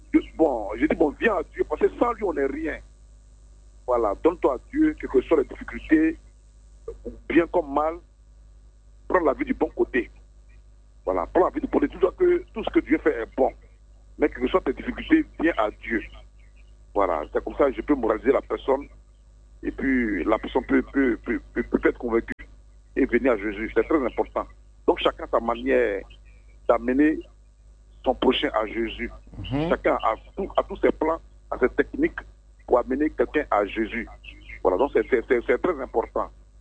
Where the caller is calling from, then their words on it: Kumasi, Ashanti, Ghana; j'appelle de Kumasi.